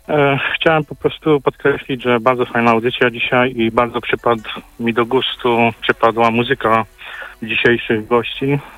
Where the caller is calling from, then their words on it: Silesian Voivodeship, Poland